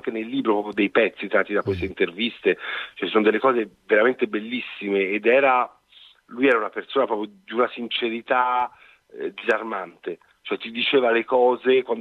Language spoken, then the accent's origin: Italian; Tuscany, Italy; now in Rome, Italy; essendo toscano pur vivendo a Roma, torno a casa ogni volta che è possibile